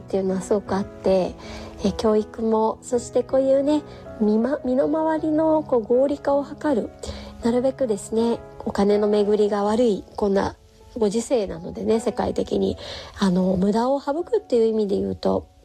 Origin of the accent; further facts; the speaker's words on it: Denmark; now in Japan; 私の母国デンマークの事情をちょっとお話したいと思うんですが